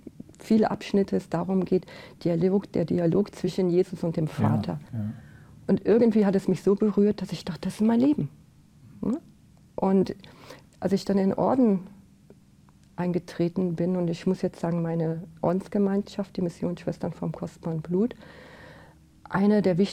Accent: Germany; Ich bin also in der Eifel aufgewachsen und in einer sehr katholischen Gegend auch.

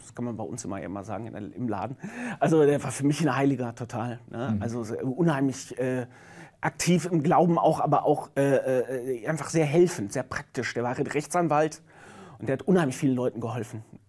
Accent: North Rhine-Westphalia, Germany; Ich komme aus dem Sauerland. Sauerland ist zu der Zeit noch super katholisch gewesen und da hat Gemeinde noch sehr viel bedeutet.

